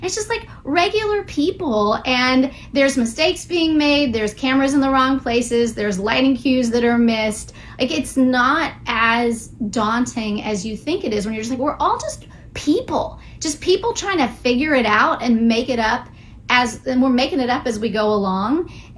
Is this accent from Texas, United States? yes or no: yes; Houston, Texas, United States; moved away; also born or lived in New York City / London; I'm from Houston, Texas, and I used to grow up and people would say, oh, this is just a giant city that's an overgrown cow town. Like, it's a lot of little villages. And then I moved to New York City